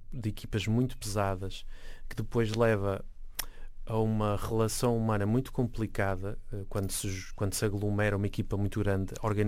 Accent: Porto, Norte, Portugal; Eu sou do Porto, não é? Ou seja, eu cresci num modo de desenrasque.

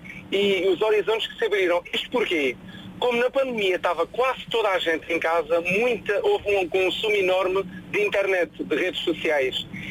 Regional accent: Santiago do Cacém, Alentejo, Portugal; Eu sou de Santiago do Cacém.

